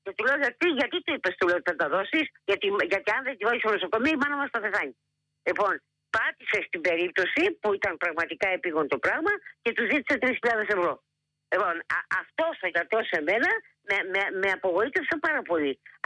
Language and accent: Greek; Chalkida, Central Greece, Greece; Γιατί είμαι από τη Χαλκίδα και δεν τη γυρίζω πίσω.